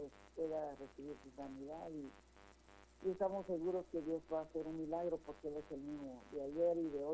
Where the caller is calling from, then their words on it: Guatemala; Acá de Piedra Parada, Cristo Rey.